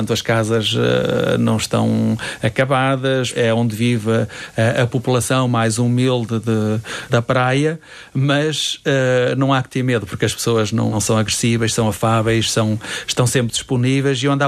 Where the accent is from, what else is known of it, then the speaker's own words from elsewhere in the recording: Norte, Portugal; Eu sou duriense, não é? Sou transmontano duriense